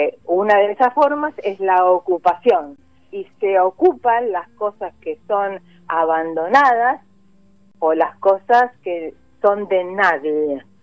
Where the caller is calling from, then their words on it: Buenos Aires, Argentina; de Parque Avellaneda.